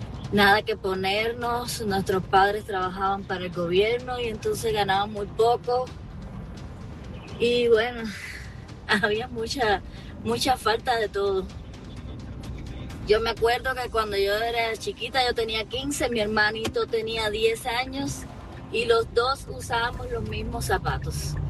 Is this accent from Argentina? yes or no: no; Cuba; moved away; soy cubana